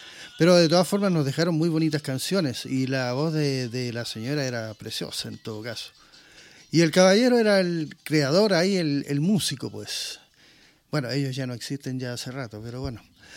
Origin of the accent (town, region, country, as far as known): Chile